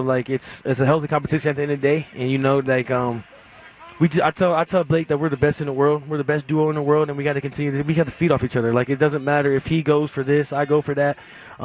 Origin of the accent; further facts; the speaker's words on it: St. Louis, Missouri, United States; now in Los Angeles, United States; being just playing football in my front yard in St. Louis, Missouri